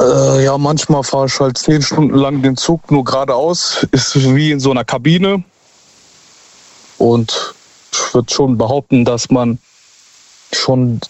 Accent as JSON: {"language": "German", "town": "Seeheim-Jugenheim", "region": "Hesse", "country": "Germany", "said": "Ich bin aus Seeheim."}